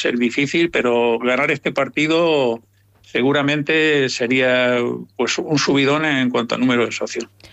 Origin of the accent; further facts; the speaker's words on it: Puertollano, Castilla-La Mancha, Spain; also born or lived in Villarrubia; Desde los 5 años vivo en Puerto Llano, prácticamente se puede decir que soy de Puerto Llano.